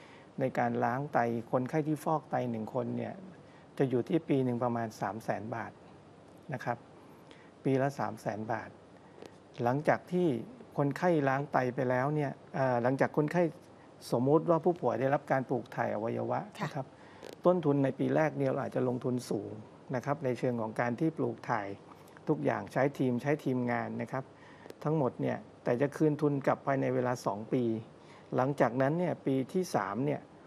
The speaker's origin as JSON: {"language": "Thai", "region": "Nakhon Si Thammarat", "country": "Thailand", "said": "ในพื้นที่ของเราจริงๆที่เป็นชาวนครศรีธรรมราชก็จะมีดวงตานะครับที่เราได้รับการปลูกถ่าย"}